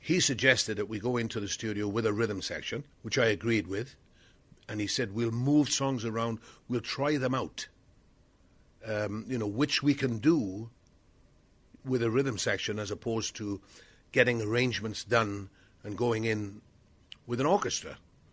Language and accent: English; Wales, United Kingdom; born or raised there